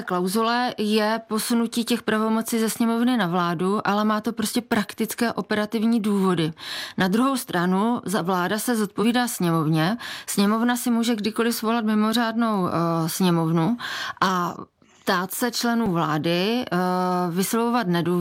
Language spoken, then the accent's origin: Czech; Moravian-Silesian Region, Czechia; Já jsem z Moravskoslezského kraje, mým městem prošla tak velká povodeň, že jsme měli 80% města zničeného.